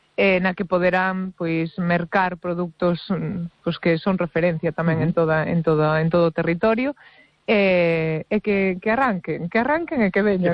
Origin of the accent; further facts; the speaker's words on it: Burela, Galicia, Spain; compañeiros e compañeiras de con pais e nais de Cabo Verde que les xa naceron en Burela e para min pues, son de Burela igual que son eu.